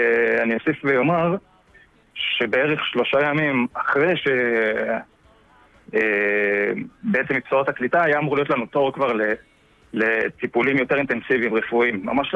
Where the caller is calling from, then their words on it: Ness Ziona, Central District, Israel; אני מנס ציונה.